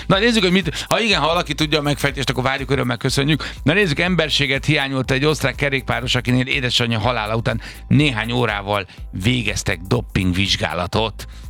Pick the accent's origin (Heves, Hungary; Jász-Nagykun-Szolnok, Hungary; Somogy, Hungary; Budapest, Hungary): Budapest, Hungary; én zuglói vagyok